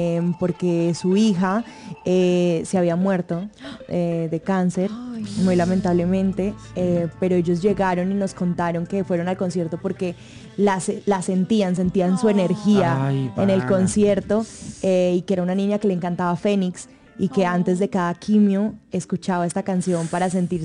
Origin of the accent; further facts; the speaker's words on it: Antioquia, Colombia; somos una familia paisa muy tradicional en ese sentido.